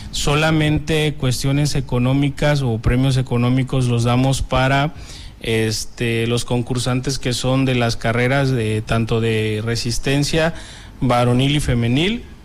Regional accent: Kilómetro 30, Guerrero, Mexico

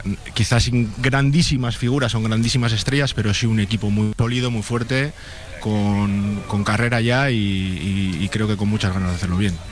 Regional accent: Bilbao, Basque Country, Spain; moved away as an adult; now in Chattanooga, United States

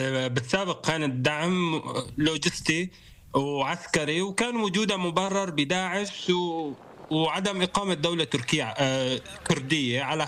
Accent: Syria; نحن أرضنا سورية

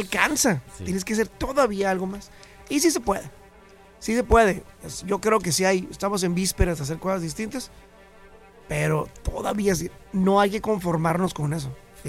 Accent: northern Mexico, Mexico; porque somos mexicanos, porque somos del norte

